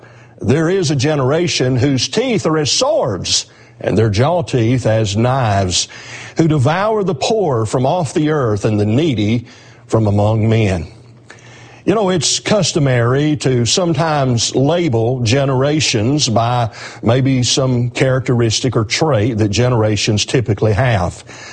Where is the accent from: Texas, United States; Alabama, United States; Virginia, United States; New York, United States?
Alabama, United States; I'm from Alabama, so we've got a lot of the South represented today.